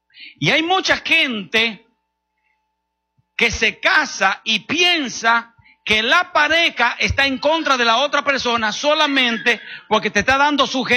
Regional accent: Dominican Republic; yo nací en República Dominicana, me crié en República Dominicana.

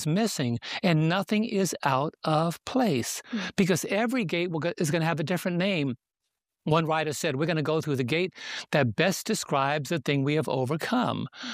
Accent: New York City, New York, United States; And I've seen some cities. I'm from New York City.

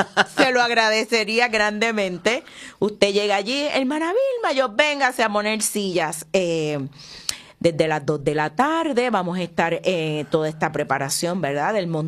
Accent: Aguadilla, Puerto Rico

